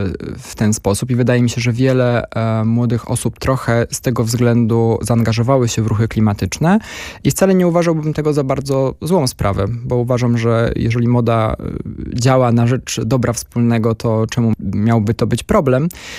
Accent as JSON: {"language": "Polish", "town": "Łódź", "region": "Łódź Voivodeship", "country": "Poland", "said": "Ja jestem z Łodzi, więc faktycznie na szczęście mam taką możliwość, że mieszkam na obrzeżach miasta"}